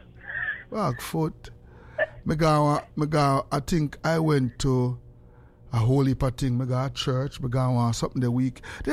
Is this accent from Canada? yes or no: no; Mandeville, Manchester, Jamaica; I am from Mandeville in Jamaica.